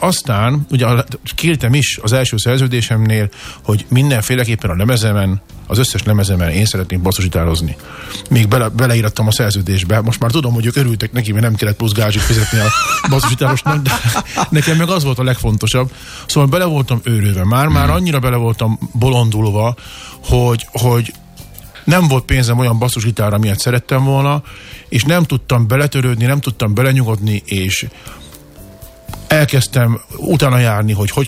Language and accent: Hungarian; Balassagyarmat, Nógrád, Hungary; én Balassgyarmatról jöttem, engem nem ismert senki